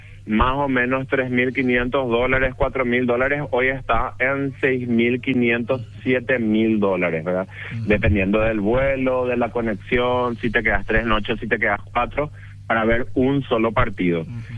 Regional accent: Paraguay

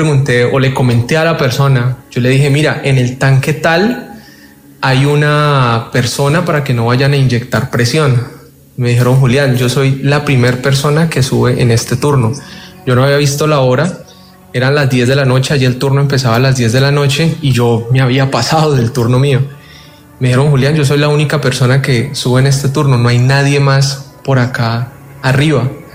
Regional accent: Palmira, Valle del Cauca, Colombia; Bueno, resulta que yo trabajaba, yo soy de Palmira, Valle del Cauca. Trabajé en un ingenio azucarero.

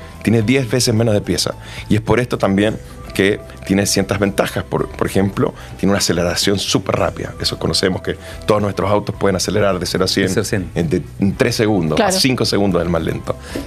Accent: Mendoza, Argentina; now in Chile; Bueno, yo soy gerente general de Tesla en Chile, ya llevo mendocino, llevo 20 años en Chile

